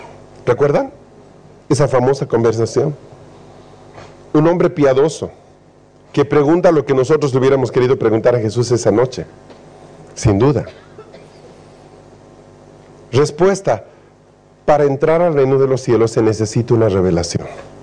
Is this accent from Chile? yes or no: yes; Chile; para nosotros, chilenos, es todo un problema